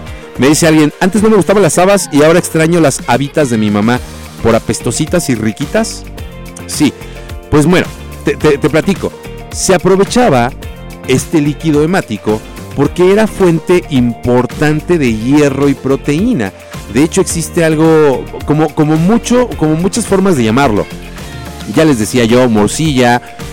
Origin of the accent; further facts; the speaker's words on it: Tehuacán, Puebla, Mexico; Sí, mi hermano, somos de Tehuacán, Puebla